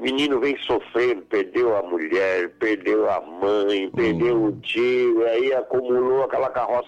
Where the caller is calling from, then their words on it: Criciúma, Santa Catarina, Brazil; Fala de Criciúma, que honra estar ouvindo a tua voz, Padre Reginaldo.